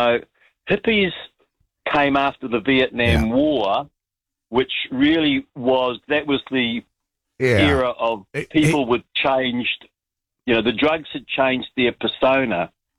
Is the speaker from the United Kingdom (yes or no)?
no; Auckland, New Zealand; I was brought up in Grey Lynn.